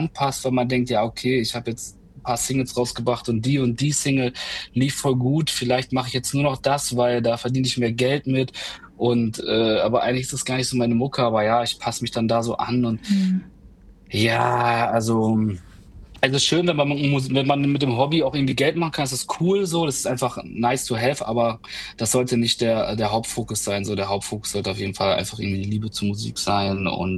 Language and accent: German; Hörstel, North Rhine-Westphalia, Germany; moved away as an adult; now in Osnabrück, Germany; Genau, ich komme ursprünglich aus Hörste. Das ist ein kleines Dorf in Kreis Steinfurt in NRW. Und da komme ich ursprünglich her. Ich bin vor 19 Jahren nach Osnabrück gezogen.